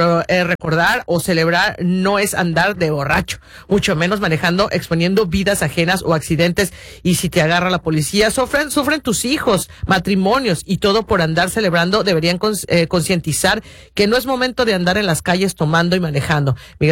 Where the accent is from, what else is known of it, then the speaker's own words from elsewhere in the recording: Mexico; somos mexicanos y muchos mexicanos